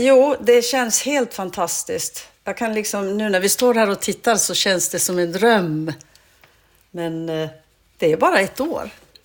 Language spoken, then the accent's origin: Swedish; Hedenäset, Norrbotten County, Sweden; moved away; Och jag har ju vuxit upp här, född och uppvuxen i Hedenäset och... Ja, så att jag är tornedaling, verkligen.